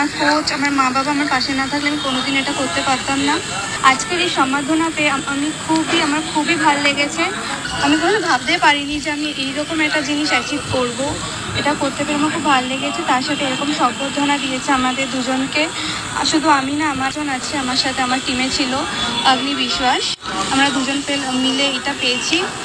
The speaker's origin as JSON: {"language": "Bangla", "town": "Kolkata", "region": "West Bengal", "country": "India", "said": "আমার বাড়ি সাউথ কলকাতা বেহালা"}